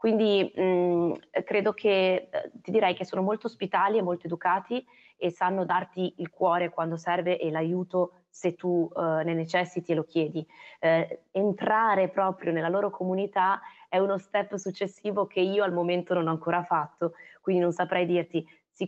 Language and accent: Italian; Pra', Liguria, Italy